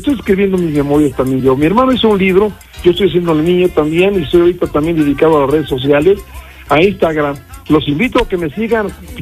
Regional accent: Xalapa, Veracruz, Mexico; moved away; Bueno, en un principio venimos de México, de Jalapa, Veracruz, en 1972.

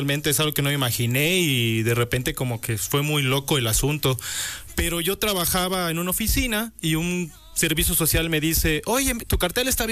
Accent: Tapachula, Chiapas, Mexico; now in Puebla, Mexico; Soy del antiguo Soconusco, soy de Tapachula, frontera con Guatemala, con los chapines.

